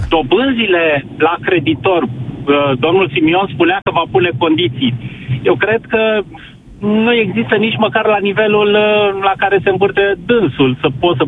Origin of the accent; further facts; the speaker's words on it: Romania; așa suntem români întotdeauna.